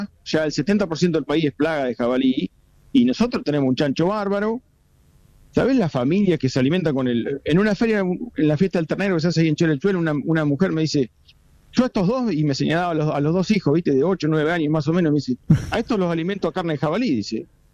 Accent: Argentina; somos argentinos

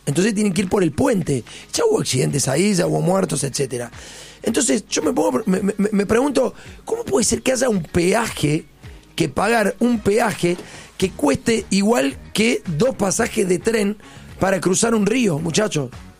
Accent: Córdoba, Argentina; moved away; yo soy de Córdoba, no soy de acá.

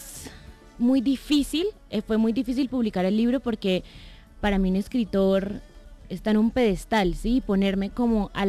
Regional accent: Bucaramanga, Santander, Colombia; now in Bogotá, Colombia; Yo soy de Bucaramanga.

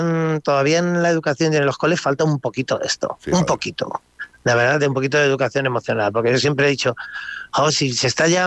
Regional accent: Villarrobledo, Castilla-La Mancha, Spain; yo soy de Villarrobledo, o sea que soy castellano manchego

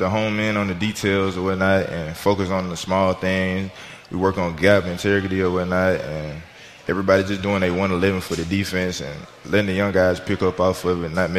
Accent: Eufaula, Alabama, United States; I'm from Eufaula, and not a little country town or whatnot.

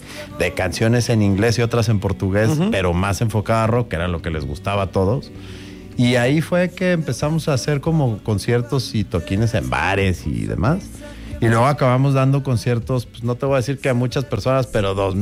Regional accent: Mexico; born there; Soy mexicano, nací aquí.

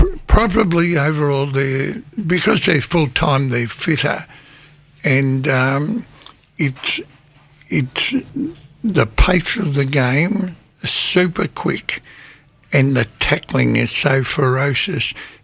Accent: West Heidelberg, Victoria, Australia; Yeah, I grew up in West Heidelberg and I was residentially bound to play for Collingwood

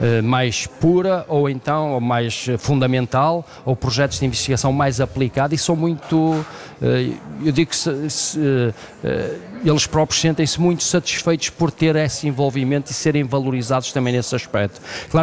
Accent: Braga, Norte, Portugal; Eu sou de Braga

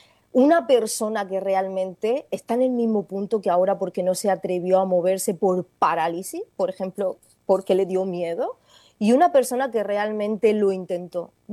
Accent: Region of Murcia, Spain; now in Tenerife, Spain; desde Murcia, desde mi tierra todavía

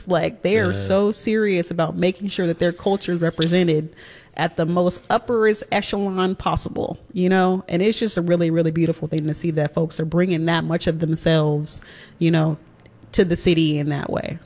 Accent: Seattle, Washington, United States; I'm from Seattle.

